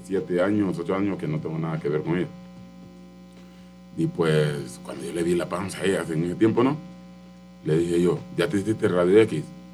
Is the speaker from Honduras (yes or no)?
yes; Honduras; moved away as an adult; now in San Luis Potosí, Mexico; mis hijos viven con mi mamá, allá en mi país.